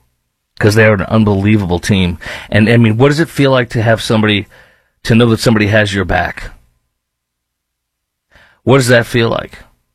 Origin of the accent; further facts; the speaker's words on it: Chicago, Illinois, United States; Now I grew up in Chicago during the time of the Bulls with the three-peat, the four-peat, the five-peat